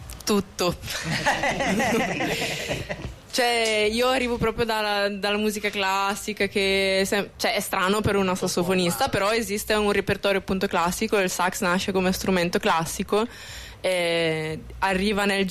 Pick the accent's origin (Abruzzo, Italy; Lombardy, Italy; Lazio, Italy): Lombardy, Italy; Bagnolo Mella; io sono di Bagnolomella